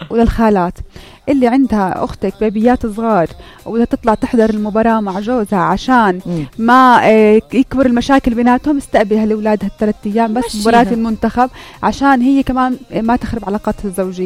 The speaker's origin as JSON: {"language": "Arabic", "country": "Jordan", "said": "وإحنا كمان كأردنيين مفتخر بمنتخبنا"}